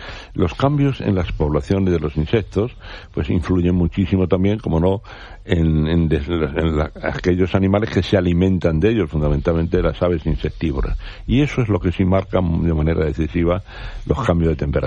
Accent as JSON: {"language": "Spanish", "country": "Spain"}